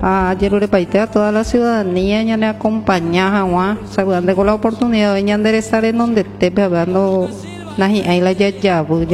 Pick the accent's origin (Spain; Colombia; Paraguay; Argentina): Paraguay